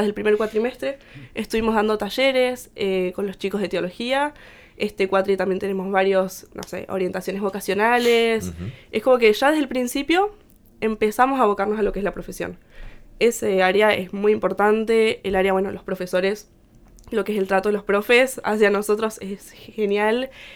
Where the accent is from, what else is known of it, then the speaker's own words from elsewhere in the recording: Buenos Aires, Argentina; moved away; yo soy de Buenos Aires